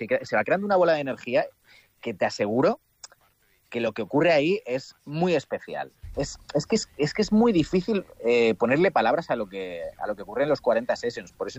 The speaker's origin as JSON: {"language": "Spanish", "town": "Vitoria", "region": "Basque Country", "country": "Spain", "tie": "born there", "said": "porque yo no tengo lazos familiares con Euskadi, pero sí que nací en Vitoria un poco de rebote porque mi padre estaba destinado allí trabajando en la radio."}